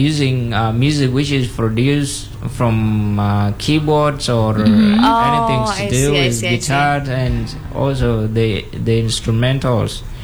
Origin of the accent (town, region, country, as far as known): South Sudan; moved away